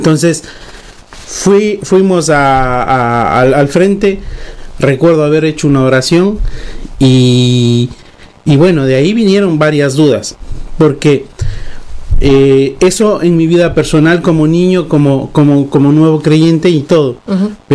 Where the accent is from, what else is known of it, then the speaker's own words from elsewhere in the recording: Ecuador; Nosotros venimos como ecuatorianos, tenemos un trasfondo católico muy fuerte.